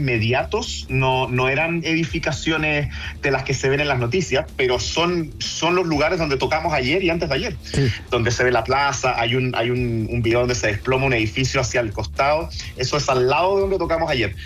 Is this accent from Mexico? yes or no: no; Chile; Como chileno uno está acostumbrado a dejarlo pasar un ratito